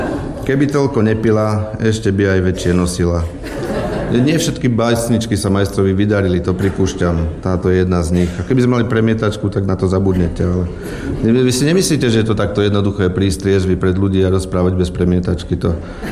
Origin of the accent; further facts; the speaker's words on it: Banská Bystrica, Banská Bystrica Region, Slovakia; som z Banskej Bystrice.